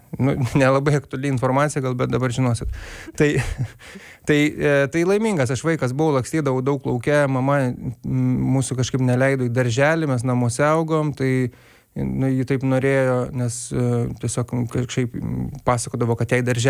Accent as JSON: {"language": "Lithuanian", "town": "Ukmergė", "region": "Vilnius County", "country": "Lithuania", "tie": "born or raised there", "said": "Užaugau Ukmergėje, užaugau tokioj vietoj, kad vienoj gatvės pusėj buvo mūsų namai, kitoj gatvės pusėj buvo senelių namai."}